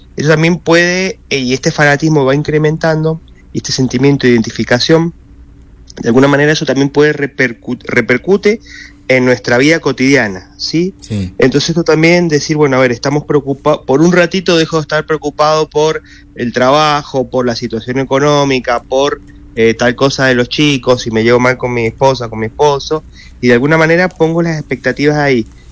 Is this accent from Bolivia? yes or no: no; Argentina; como argentinos, que somos la mayoría futboleros